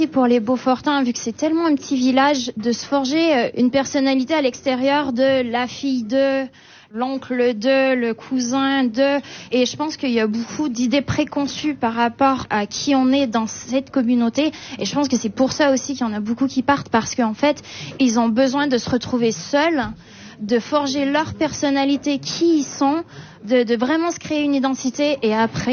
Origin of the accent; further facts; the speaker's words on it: Arêches, Auvergne-Rhône-Alpes, France; Bon, moi, je suis autochtone, je suis née à Arèche